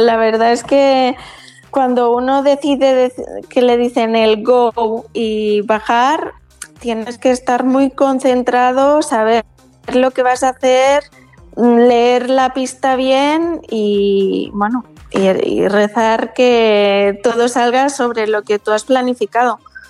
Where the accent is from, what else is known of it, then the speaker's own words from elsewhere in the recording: Pyrenees, Spain; yo soy del Pirineo